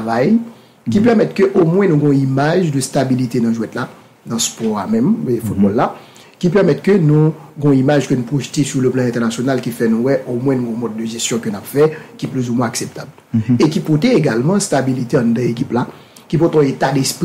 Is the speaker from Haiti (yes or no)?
yes; Haiti; m'a parlé en tant que haïtien et de manière personnelle